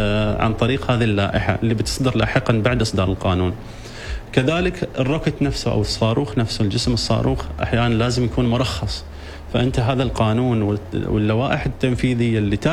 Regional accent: Oman

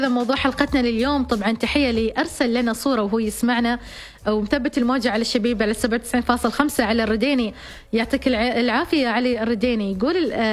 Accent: Oman; نحن العمانيين والإماراتيين اللي نقول حادر وساند

